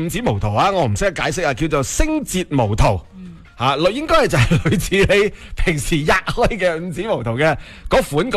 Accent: Foshan, Guangdong, China

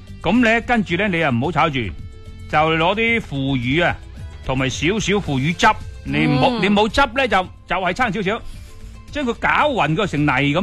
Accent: Guangdong, China; 我哋广东人炒呢啲通菜都好斯文嘅。

